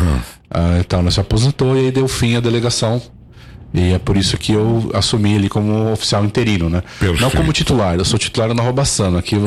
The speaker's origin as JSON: {"language": "Portuguese", "region": "São Paulo", "country": "Brazil", "lives_now": "Nova Bassano, Brazil", "said": "Sou da capital de São Paulo, sou capital."}